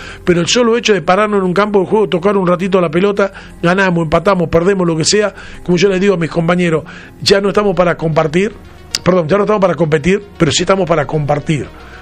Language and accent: Spanish; Argentina; cuando somos unos argentinos que siempre hemos estado... A ver, yo vivía en el Pasaje García 1570, Villa 9 de Julio, entre Perú y Paraguay.